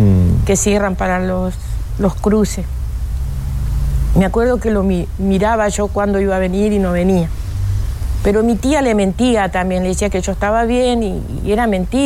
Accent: Santa Fe, Argentina; De Santa Fe, uh-huh. Un pueblito que se llamaba Musi.

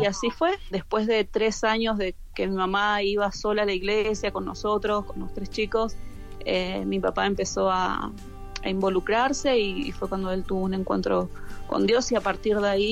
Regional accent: Argentina; moved away as an adult; also born or lived in northern Argentina; now in Canada; soy de Argentina. Estoy viviendo aquí en Canadá junto a mi familia desde octubre de 2017.

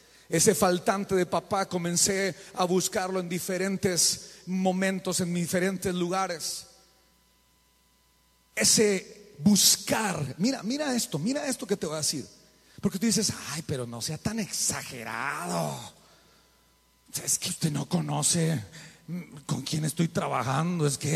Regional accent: Colombia; moved away; Aquí no hay nada, pero allá, bueno, yo vengo de Colombia y allá había muchos.

